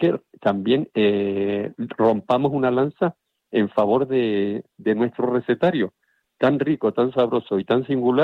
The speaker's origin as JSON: {"language": "Spanish", "town": "Santa Cruz de Tenerife", "region": "Canary Islands", "country": "Spain", "said": "Somos chicharreros porque somos de Santa Cruz."}